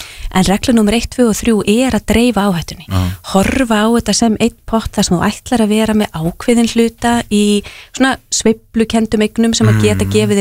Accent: Hafnarfjörður, Capital Region, Iceland; Mínum heimabæ.

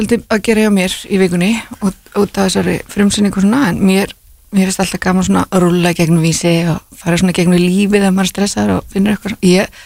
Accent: Grímsnes, Southern Region, Iceland; Jú, ég er úr Grímsnesinu, ég kefti fyrir HSK.

